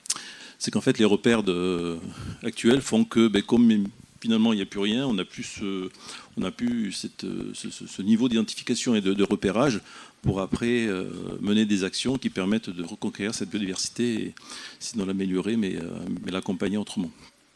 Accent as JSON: {"language": "French", "region": "Nouvelle-Aquitaine", "country": "France", "tie": "born or raised there", "said": "je suis originaire de Dordogne"}